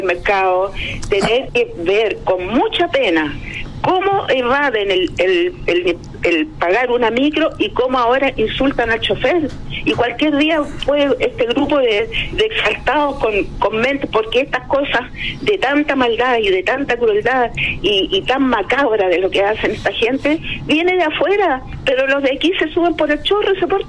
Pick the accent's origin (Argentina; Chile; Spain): Chile; Santiago Metropolitan Region; Nacida y criada en Las Valles, al llegar a Rodrigo de Araya.